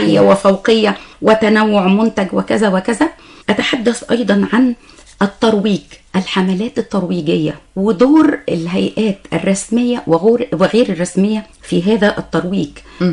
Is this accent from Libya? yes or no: no; Egypt; عندنا في مصر